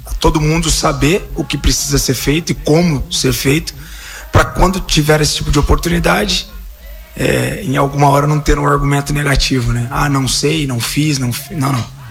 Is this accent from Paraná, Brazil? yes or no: no; Campinas, São Paulo, Brazil; now in Goiânia, Brazil; Eu sou de Campinas